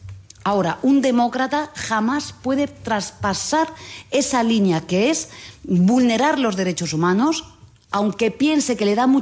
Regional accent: Galicia, Spain; Y yo soy gallega.

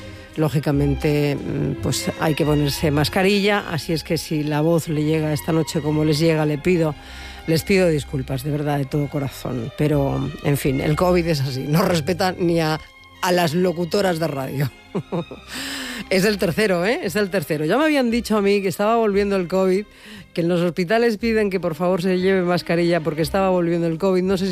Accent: Extremadura, Spain; la Sinfónica del Centro Superior Internacional de Música de Extremadura, que actuaba en mi pueblo, promovida por la asociación cultural que hemos creado allí para promover actos culturales y revitalizar el Castillo de Luna

